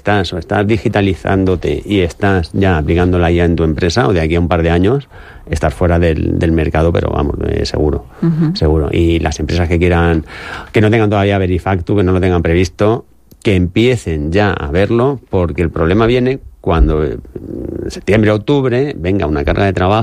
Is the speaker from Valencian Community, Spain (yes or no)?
yes; Aspe, Valencian Community, Spain; Estamos en ASPE porque somos de allí, somos de ASPE